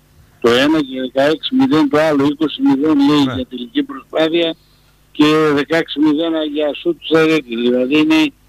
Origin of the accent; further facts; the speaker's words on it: France; Εγώ είμαι από τη Γαλλία.